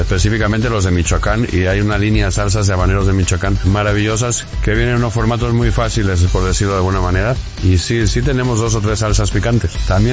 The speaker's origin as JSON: {"language": "Spanish", "region": "Canary Islands", "country": "Spain", "moved": "yes", "said": "eso es lo que somos los canarios, ¿no? Somos la migración en pura y dura y el mestizaje puro y duro"}